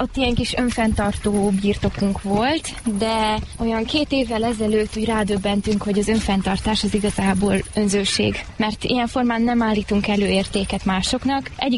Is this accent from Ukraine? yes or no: no; Oradea, Bihor, Romania; moved away as an adult; also born or lived in Somogy; now in Hungary; Nagyváradon nőttem fel, ott töltöttem egész életemet